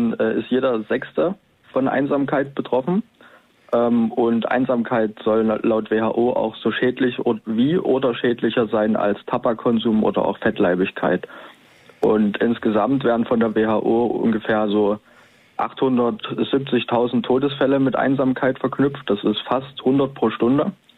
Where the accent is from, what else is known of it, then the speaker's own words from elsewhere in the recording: Leipzig, Saxony, Germany; Nee, also wir kommen aus Leipzig. Wir sind tatsächlich also in Ostdeutschland zugange.